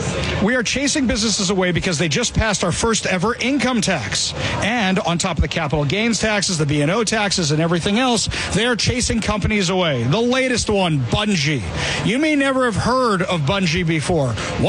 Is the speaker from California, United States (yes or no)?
no; Seattle, Washington, United States; I'm from Seattle, Washington. Seattle is approximately the same size as Boston, Massachusetts.